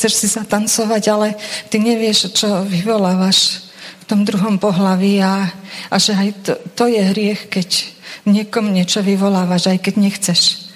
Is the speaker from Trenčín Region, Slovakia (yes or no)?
yes; Prievidza, Trenčín Region, Slovakia; moved away as an adult; also born or lived in Bratislava; keď som prišla aj z Bratislavy domov do Prievice alebo do Bojnic k rodičom